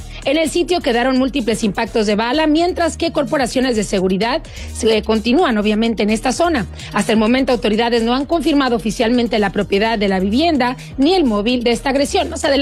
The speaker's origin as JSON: {"language": "Spanish", "country": "Mexico"}